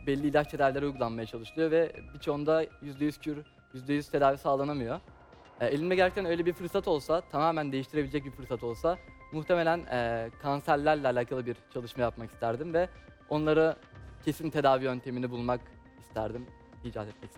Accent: Adana, Turkey; now in Istanbul, Turkey; İstanbul Tıp Fakültesi 4. sınıf öğrencisiyim. 2000 doğumluyum, 21 yaşındayım. Doğma büyüme Adanalıyım. Aslen Diyarbakırlıyım.

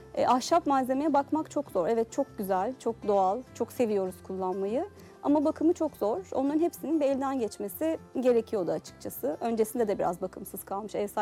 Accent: İzmir, Turkey; moved away as an adult; also born or lived in Istanbul; oğlumuzun okul durumu sebebiyle İzmir'e geldik. 2020 yılından beri de 3 yıldır memleketim İzmir'e geri dönmüş oldum.

